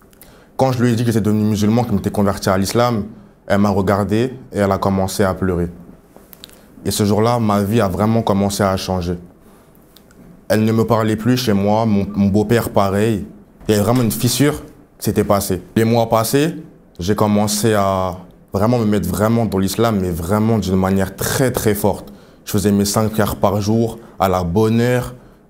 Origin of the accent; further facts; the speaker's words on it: Paris, Île-de-France, France; J'ai grandi à Paris avec ma mère et pas mon père